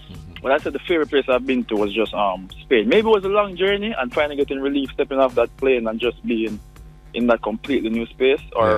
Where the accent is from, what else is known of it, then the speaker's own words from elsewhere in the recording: Kingston, Jamaica; born there; also born or lived in Spanish Town; I was born in Kingston. I was in Almanton for a while, moved to Spanish Town, and now I'm back in Kingston.